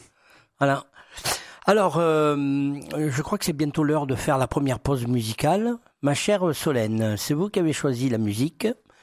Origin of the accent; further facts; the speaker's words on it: Marseille, Provence-Alpes-Côte d'Azur, France; moi, je viens de Marseille.